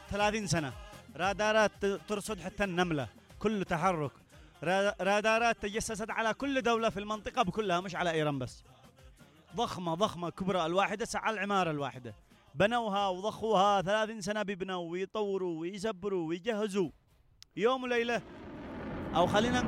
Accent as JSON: {"language": "Arabic", "country": "Yemen", "said": "عندنا في اليمن"}